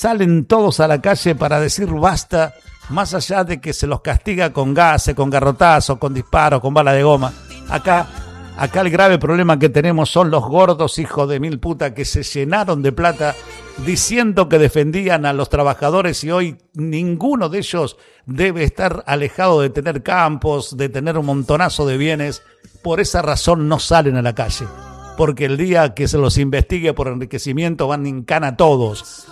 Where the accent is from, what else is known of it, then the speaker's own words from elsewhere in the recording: Argentina; Somos muchos los argentinos que estamos sufriendo todos estos garrotazos.